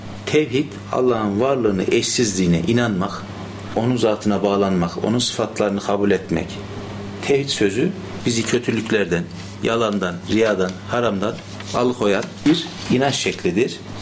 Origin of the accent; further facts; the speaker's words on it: Konya, Turkey; ben Konyalıyım. Konya'da doğduk, büyüdük.